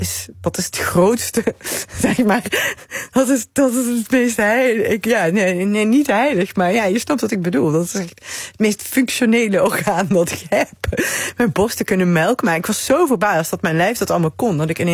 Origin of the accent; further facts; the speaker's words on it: Limburg, Netherlands; Ik kwam uit Limburg. Ik kwam uit een katholieke meisjesschool met uniform als in de stad.